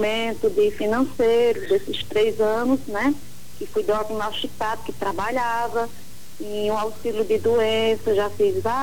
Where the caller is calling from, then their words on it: Ouricuri, Pernambuco, Brazil; De Ouricuri, Pernambuco.